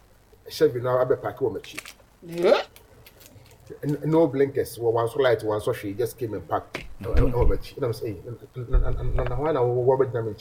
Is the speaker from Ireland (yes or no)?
no; Ghana; now in United States; I'm from Ghana.